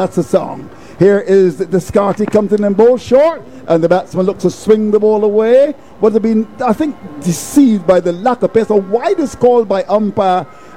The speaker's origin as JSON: {"language": "English", "town": "Bayfield", "region": "Saint Philip", "country": "Barbados", "tie": "born there", "said": "where I was born in Bayfield."}